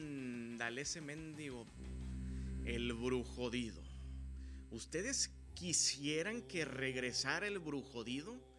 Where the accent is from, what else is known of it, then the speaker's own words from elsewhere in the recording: Monterrey, Nuevo León, Mexico; Aquí no decimos la calor, güey, aquí decimos el calor, ¿verdad? Creo que como regios